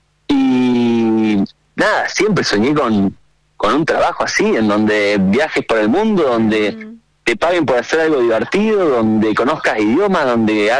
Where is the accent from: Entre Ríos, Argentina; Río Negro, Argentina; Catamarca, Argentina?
Río Negro, Argentina; Cipolletti; moved away as an adult; now in Bariloche, Argentina; yo soy de Cipo.